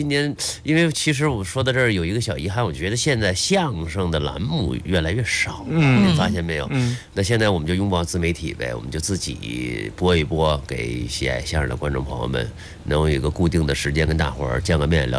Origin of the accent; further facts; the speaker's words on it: Shandong, China; 因为我们山东人特别讲究这个礼貌嘛